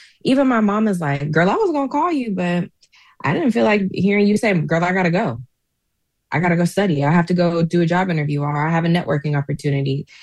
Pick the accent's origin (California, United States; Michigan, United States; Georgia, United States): Georgia, United States; Atlanta; moved away; I'm originally from Atlanta